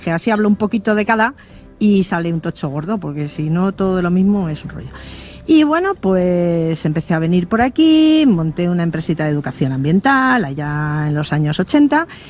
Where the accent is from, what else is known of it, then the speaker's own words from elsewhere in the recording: Madrid, Community of Madrid, Spain; Soy de Madrid.